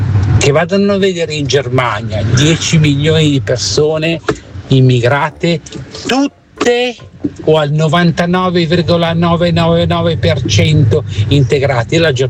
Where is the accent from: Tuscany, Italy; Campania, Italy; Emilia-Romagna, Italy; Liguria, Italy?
Emilia-Romagna, Italy; Modena; Modena, e lo dico perché io sono originario di Modena